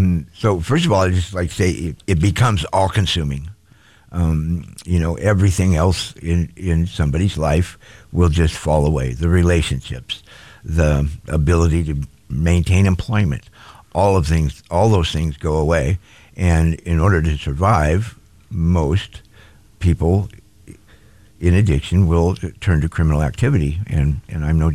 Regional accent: Skagit County, Washington, United States; I grew up in Skagit County

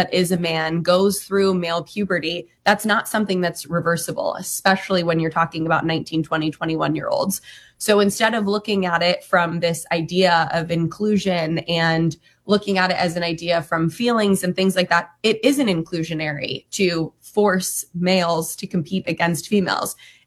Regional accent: Nevada, United States; also born or lived in Utah; My home state of Nevada has a very similar protection as West Virginia

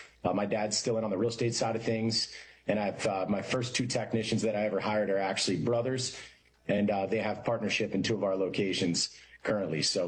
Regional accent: Malvern, Pennsylvania, United States; also born or lived in Berwyn, Pennsylvania; I am the youngest of two. We grew up in Malvern in Berwyn, Pennsylvania.

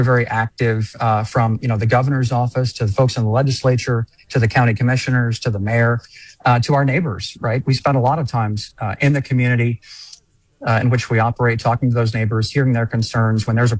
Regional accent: New Orleans, Louisiana, United States; moved away; I grew up in New Orleans

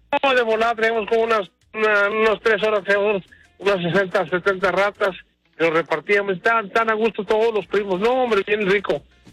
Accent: San Luis Potosí, Mexico; Yo soy de San Luis Potosí.

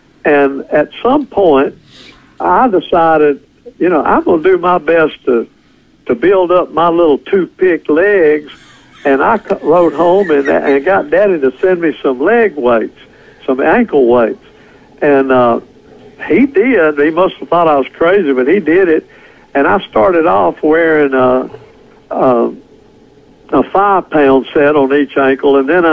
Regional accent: Mississippi, United States; I said, "Mississippi."

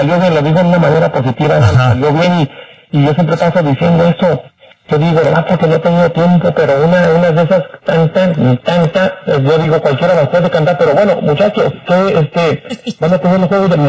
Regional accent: Mexico; Yo sé en el lugar que estamos los mexicanos

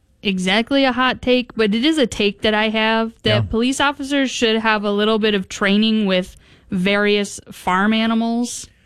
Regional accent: Nebraska, United States; I noticed you got an accent. Where are you from? And we were like, oh, Nebraska.

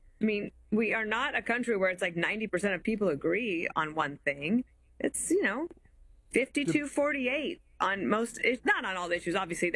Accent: United States; born there; also born or lived in Wyoming / Colorado / Washington, D.C.; now in New York City, United States; so we moved here 15 years ago. I grew up in Wyoming and Colorado, but I spent a long time in Washington, D.C.

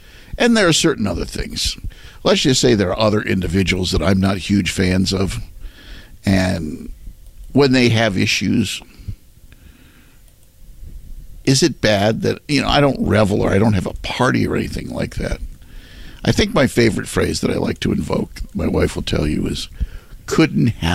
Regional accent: New England, United States; I grew up in New England

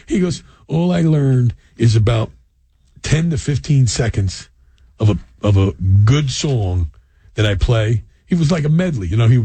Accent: United States; And I'm American.

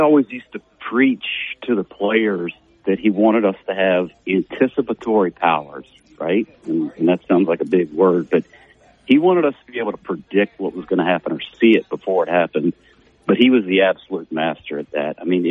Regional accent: Baton Rouge, Louisiana, United States; growing up in Baton Rouge, I obviously grew up a baseball fan

